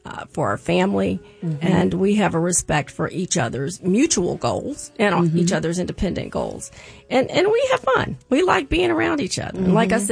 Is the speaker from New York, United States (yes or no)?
no; Tampa, Florida, United States; I am from Tampa.